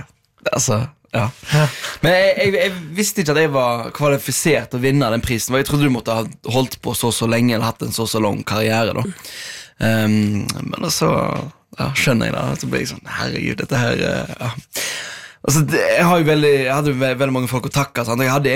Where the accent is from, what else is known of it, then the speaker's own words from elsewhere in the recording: Stord, Vestland, Norway; now in Oslo, Norway; Jeg var hjemme på Stord.